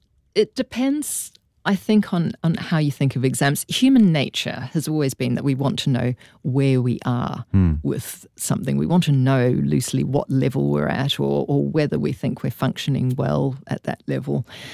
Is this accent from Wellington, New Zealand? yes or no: no; Pukekohe, Auckland, New Zealand; And I know that when I was growing up in Pukekohe, I, as an 8-year-old doing my first exam, I still remember what it was like crossing that threshold.